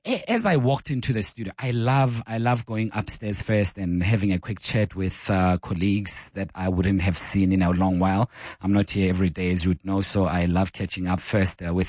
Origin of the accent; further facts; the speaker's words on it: Johannesburg, Gauteng, South Africa; I'm from here. I'm from Joburg. I'm from right here.